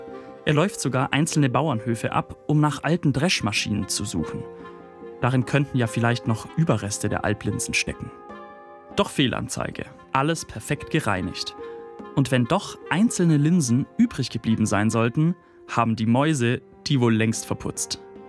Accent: Swabia, Germany; Als Schwabe könnte auch ich mich da reinlegen.

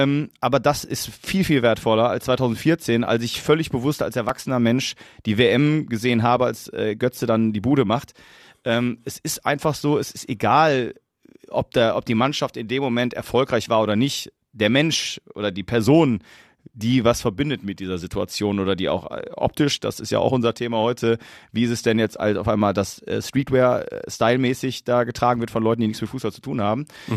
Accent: North Rhine-Westphalia, Germany; also ich komme aus der Nähe von Duisburg

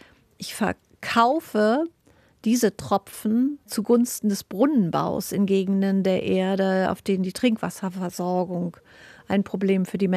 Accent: Hamburg, Germany; Also ich bin damit auch aufgewachsen in Hamburg mit der Elbe.

